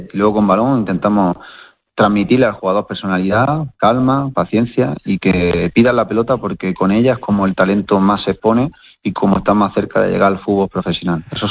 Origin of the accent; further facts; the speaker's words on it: Antequera, Andalusia, Spain; born there; moved away as an adult; now in Granada, Spain; Yo nací en Antequera, Málaga.